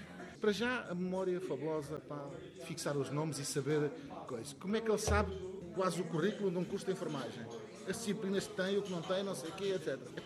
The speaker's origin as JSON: {"language": "Portuguese", "town": "Valverde", "region": "Castelo Branco", "country": "Portugal", "tie": "born or raised there", "said": "vamos para o Fundão, para a minha aldeia, que é Valverde, passar a Páscoa com a família e tal."}